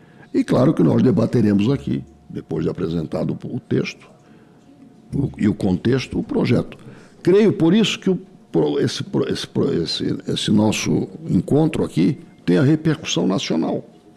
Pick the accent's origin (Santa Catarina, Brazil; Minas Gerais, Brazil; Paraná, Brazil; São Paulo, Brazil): Santa Catarina, Brazil; nós catarinenses temos uma padroeira que é mulher